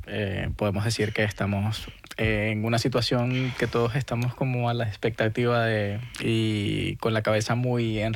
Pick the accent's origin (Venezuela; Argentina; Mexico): Venezuela; now in Spain; porque yo soy el expresidente de Asobengi, pero soy venezolano.